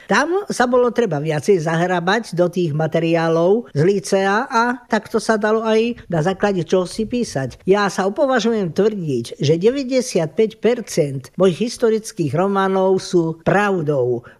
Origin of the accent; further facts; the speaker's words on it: Kežmarok, Prešov Region, Slovakia; Kežmaruk je moje rodné mesto. V ňom som vyrastala, študovala a som v ňom doteraz.